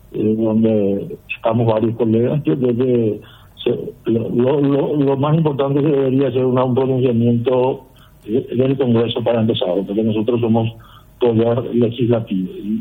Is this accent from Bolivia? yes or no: no; Paraguay